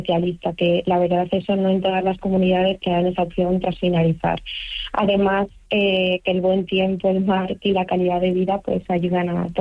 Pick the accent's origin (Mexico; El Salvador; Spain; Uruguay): Spain; León, Castile and León; moved away as an adult; now in Ibiza, Spain; porque yo soy de León y aunque lleve 2 años aquí en Eivissa todavía no hablo mucho catalán.